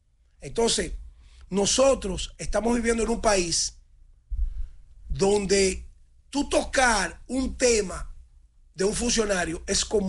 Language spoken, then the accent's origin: Spanish; Dominican Republic